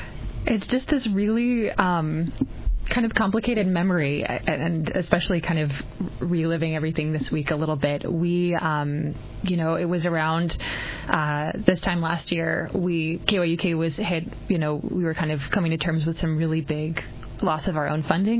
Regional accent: Massachusetts, United States; moved away as an adult; now in Bethel, United States; I grew up in Massachusetts.

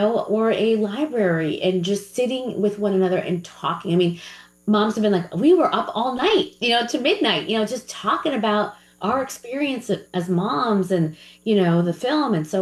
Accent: New York, United States; I think, look, I'm a New Yorker.

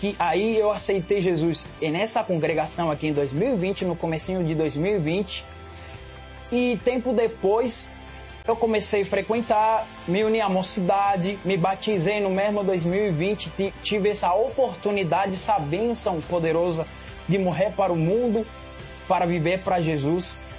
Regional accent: Cuba; born there; Portuguese is a second language; moved away

